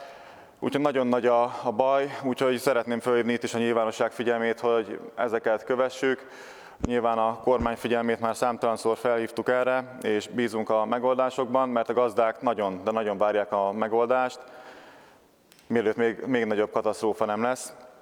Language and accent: Hungarian; Great Hungarian Plain, Hungary; Ahonnan én jövök az Alföldön